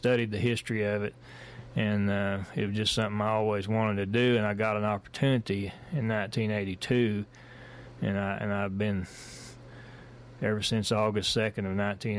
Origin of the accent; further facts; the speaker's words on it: Spearman, Texas, United States; now in Guthrie, United States; Well, I grew up in Spearman, Texas, right up in the top of the panhandle near where you grew up, actually.